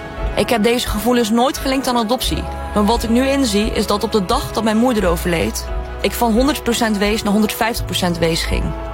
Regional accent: Zeeland, Netherlands; moved away as an adult; also born or lived in China; Ik vluchtte van Zeeland zo snel mogelijk naar Groningen en ik liet mijn vader daar alleen achter.

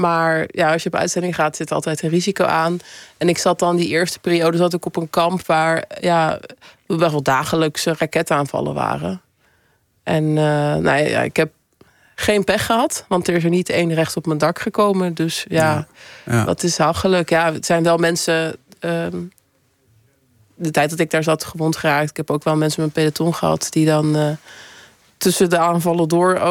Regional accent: The Hague, South Holland, Netherlands; Ik kom uit Den Haag, dus ik ken Veteranendag vanaf het begin.

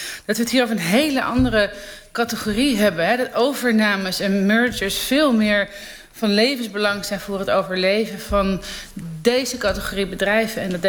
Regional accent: Amsterdam, North Holland, Netherlands; Ja, als geboren en getogen Amsterdammer. En mijn vader is in dezelfde wijk en in dezelfde generatie als Cruijff opgegroeid in de Meer. En ik 1 buurt verder.

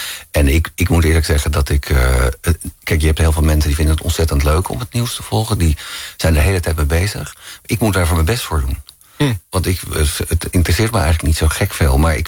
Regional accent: Netherlands

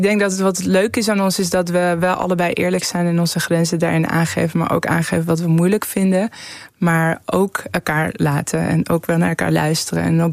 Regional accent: Tehran, Tehran Province, Iran; now in Netherlands; Ik bedoel, wij waren daar naar Nederland gekomen. Ik kwam uit een grote stad. Ik ben opgegroeid in Teheran.

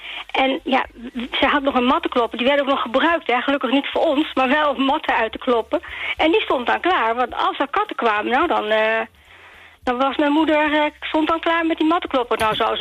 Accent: Zutphen, Gelderland, Netherlands; also born or lived in Limburg; Ik ben in Limburg geboren, ik sprak plat. Toen ging ik naar Zutphen

